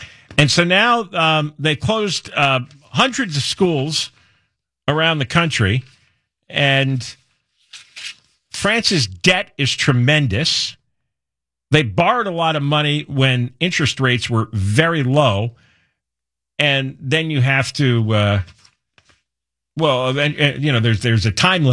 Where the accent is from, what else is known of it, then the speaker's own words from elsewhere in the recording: California, United States; They didn't know I was from California.